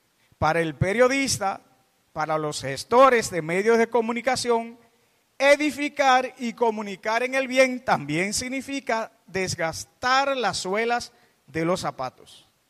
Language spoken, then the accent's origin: Spanish; Dominican Republic; quiero hacerle un llamado a que como dominicanos asumamos un compromiso ético